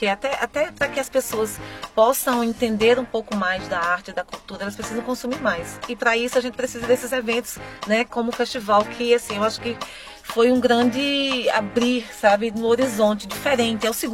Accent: Caruaru, Pernambuco, Brazil; nós aqui pernambucanos, né? Eu sou daqui, de Caruaru, eu sou pernambucana

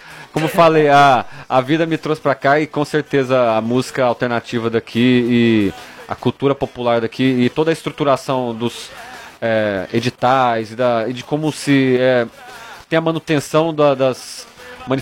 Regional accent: Goiânia, Goiás, Brazil; moved away as an adult; now in Caruaru, Brazil; Goiânia, Goiás.

